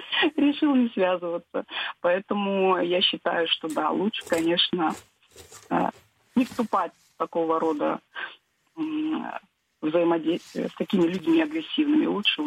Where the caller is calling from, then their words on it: Denmark; я вам звоню из Дании.